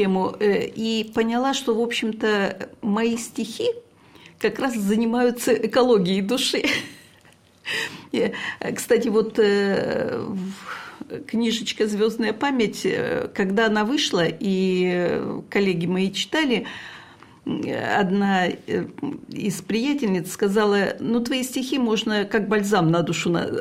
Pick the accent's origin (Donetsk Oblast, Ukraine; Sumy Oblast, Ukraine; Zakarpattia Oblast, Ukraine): Sumy Oblast, Ukraine; now in Oryol, Russia; я родилась на Украине